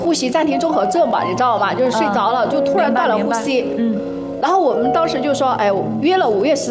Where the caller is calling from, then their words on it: Changsha, Hunan, China